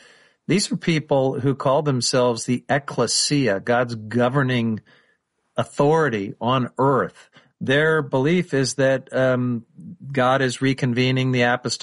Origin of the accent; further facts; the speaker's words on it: Independence, Missouri, United States; another kid that I grew up with in Independence, Missouri